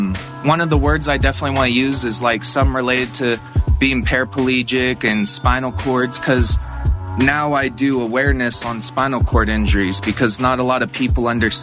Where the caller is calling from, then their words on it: Oklahoma City, Oklahoma, United States; I'm from Oklahoma City.